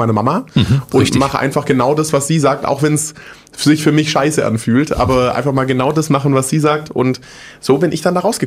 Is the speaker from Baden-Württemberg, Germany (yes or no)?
yes; Großbottwar, Baden-Württemberg, Germany; also born or lived in Stuttgart / Frankfurt; Ich bin in Stuttgart geboren, bin in so einem Kaff aufgewachsen, das heißt Großbottwar. Also will ich da wohnen, was wohnen da 10, 15.000 Leute vielleicht. Bin da mit meiner Family groß geworden, bis ich 10 war.